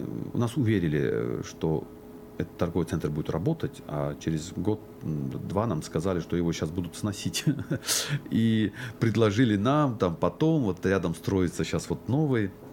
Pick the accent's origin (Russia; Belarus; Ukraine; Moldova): Russia; Dagestan; я дагестанец